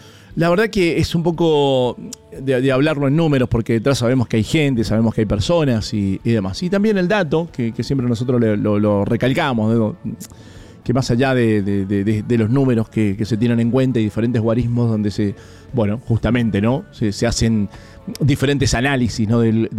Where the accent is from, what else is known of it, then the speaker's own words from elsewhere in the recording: Mendoza, Argentina; vivíamos como mendocinos